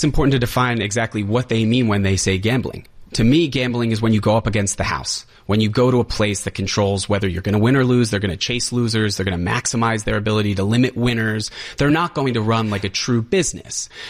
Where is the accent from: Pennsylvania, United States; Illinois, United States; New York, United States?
New York, United States; I mean, as both a New Yorker and a lawyer